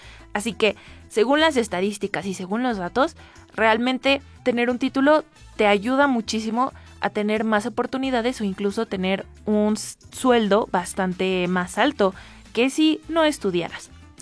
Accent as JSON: {"language": "Spanish", "town": "Tulancingo", "region": "Hidalgo", "country": "Mexico", "said": "en donde yo soy, que yo soy de Tulancingo."}